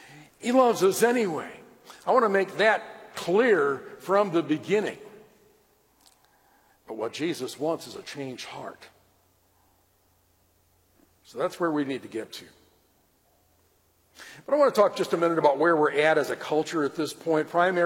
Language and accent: English; Missouri, United States; I'm from Missouri.